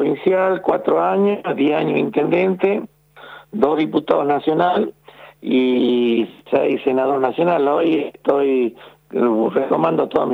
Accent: northern Argentina, Argentina

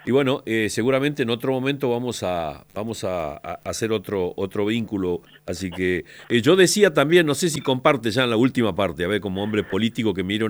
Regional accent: Santiago del Estero, Argentina; nosotros, que somos de aquí, de Santiago

